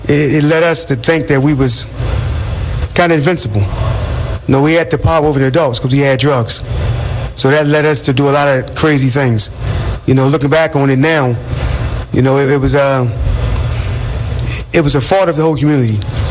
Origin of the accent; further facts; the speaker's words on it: Philadelphia, Pennsylvania, United States; You know, I was from North Philadelphia.